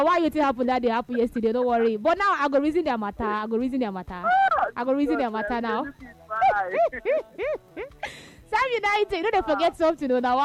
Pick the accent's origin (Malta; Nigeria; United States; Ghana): Nigeria; because I am first a Nigerian before any other stuff